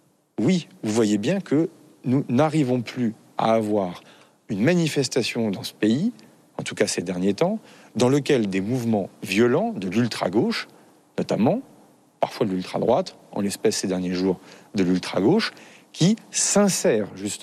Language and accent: French; Vernon, Normandy, France; la ville dans laquelle je suis élu, dans laquelle j'ai grandi, à Vernon dans l'Eure.